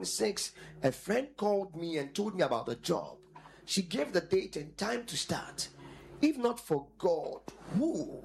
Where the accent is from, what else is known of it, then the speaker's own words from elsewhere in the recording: Bolgatanga, Upper East, Ghana; Pastor Elvis, please, there is no branch of Grace Mountain Ministry at my hometown at Upper East Bolgatanga.